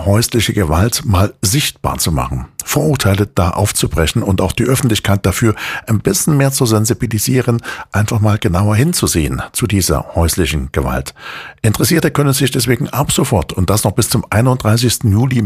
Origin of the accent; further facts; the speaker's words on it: Chemnitz, Saxony, Germany; und wir switchen jetzt mal in meine Heimatstadt nach Chemnitz.